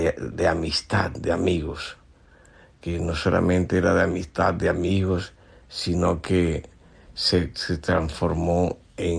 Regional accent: San Juan del Cesar, La Guajira, Colombia; ella llega a San Juan del Cesar a estudiar en la Escuela Normal de Señoritas, allá en mi tierra

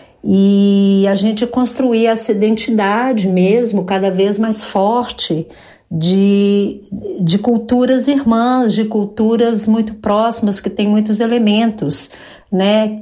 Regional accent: Belo Horizonte, Minas Gerais, Brazil; foi muito emocionante participar do 17º encontro do MOSILIC em Belo Horizonte, minha cidade onde eu cresci

